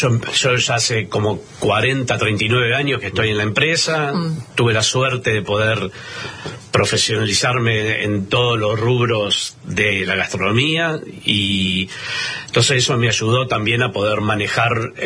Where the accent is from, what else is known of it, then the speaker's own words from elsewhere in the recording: Argentina; Y porque somos argentinos.